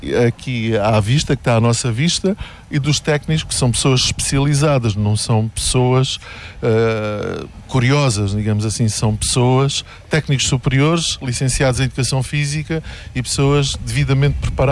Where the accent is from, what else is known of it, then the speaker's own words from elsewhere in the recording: Faro, Algarve, Portugal; born there; nasci em Faro, mas os meus verões desde, sei lá, muito, muito novo, foram passados aqui sempre. Nós passávamos aqui nessa altura 4 meses.